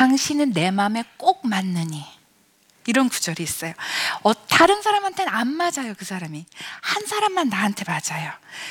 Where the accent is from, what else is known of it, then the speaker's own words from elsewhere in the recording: Gongju, South Chungcheong, South Korea; born there; 저는 충남 공주에 있는 어떤 연탄집 새빵에서 태어났습니다.